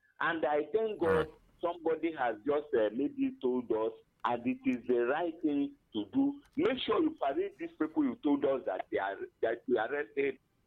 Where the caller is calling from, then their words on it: Nigeria; my big brother. I'm calling from Ababani Kenu.